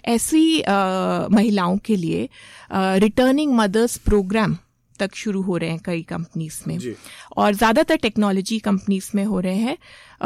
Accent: Ambala, Haryana, India; moved away as an adult; मैं अंबाला से ही हूँ, यहीं पली बड़ी हूँ, यहीं पे स्कूलिंग हुई, यहीं पे इंजीनियरिंग हुई

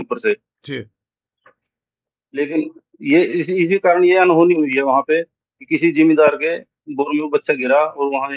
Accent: Naraingarh, Haryana, India; Sarpanch block Narayangarh से हूँ। मेरा गांव ब्रेड़ी खुर्द है नारायणगढ़ से लगभग 10 किलोमीटर 9-10 किलोमीटर के दूरी पे है

